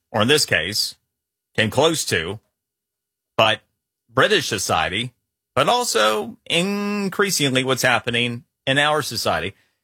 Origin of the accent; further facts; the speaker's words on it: Florida, United States; in a sanctuary city, in a sanctuary state, than it is, say, in my home state of Florida?